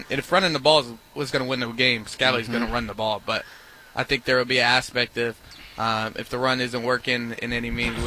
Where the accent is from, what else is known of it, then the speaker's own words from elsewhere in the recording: Phoenix, Arizona, United States; Hey, I'm from Phoenix, Arizona. I mean, I love AZ, but no, Salt Lake's great.